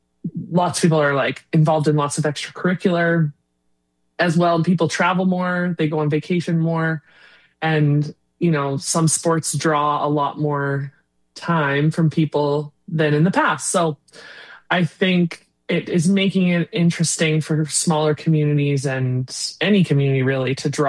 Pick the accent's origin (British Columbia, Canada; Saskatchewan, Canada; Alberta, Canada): Saskatchewan, Canada; Hazlet; my base is in the village of Hazlett, which is my hometown and my pride and joy.